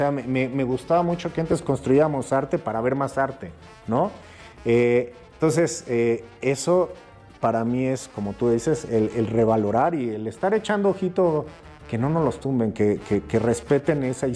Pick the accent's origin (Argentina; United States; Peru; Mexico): Mexico